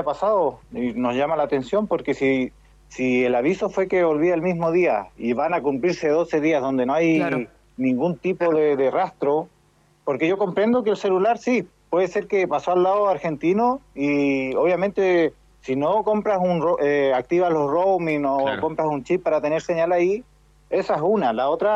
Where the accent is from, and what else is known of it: Chile